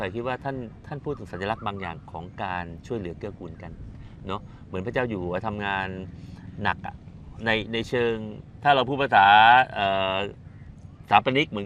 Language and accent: Thai; Southern Thailand, Thailand; accent: Southern Thai dialect